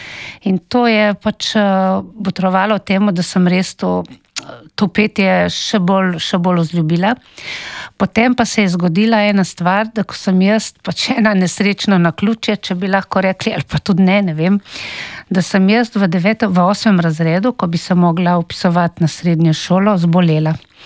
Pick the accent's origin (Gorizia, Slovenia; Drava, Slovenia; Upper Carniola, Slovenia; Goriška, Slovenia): Goriška, Slovenia; Ročinj; jaz sem odraščala kot otrok v Ročinju pri svoji stari mami in dedku.